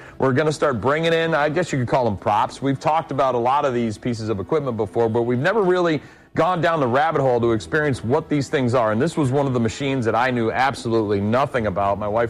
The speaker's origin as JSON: {"language": "English", "town": "Boston", "region": "Massachusetts", "country": "United States", "tie": "born or raised there", "moved": "yes", "said": "my home state, my home area, Boston, Massachusetts."}